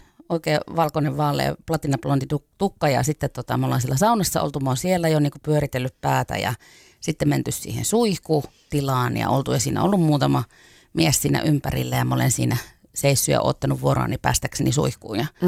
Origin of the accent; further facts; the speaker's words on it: Oulu, North Ostrobothnia, Finland; born there